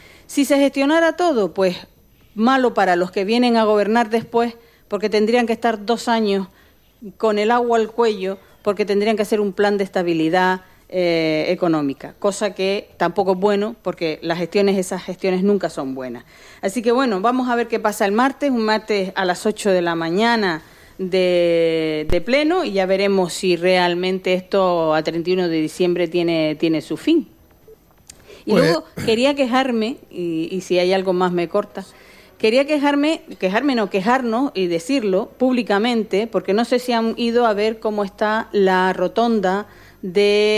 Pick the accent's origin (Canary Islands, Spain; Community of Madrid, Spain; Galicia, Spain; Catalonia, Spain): Canary Islands, Spain; Yo también soy canaria.